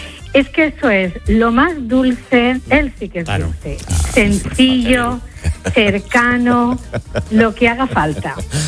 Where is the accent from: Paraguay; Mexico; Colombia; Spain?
Spain; Oliva, Valencian Community; Pues mira, es un olivense, porque yo soy de Oliva y él también es de Oliva, pero él tiene 25 años.